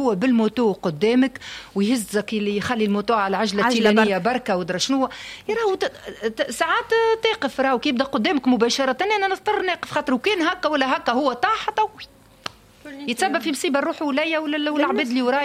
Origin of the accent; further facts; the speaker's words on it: Sahel, Tunisia; عندنا في الساحل